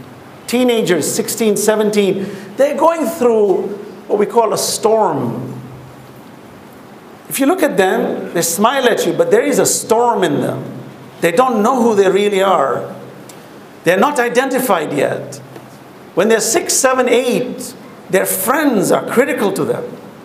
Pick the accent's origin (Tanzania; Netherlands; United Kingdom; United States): Tanzania; Dar es Salaam; I remember when I grew up in Dar es Salaam, we used to play marbles outside.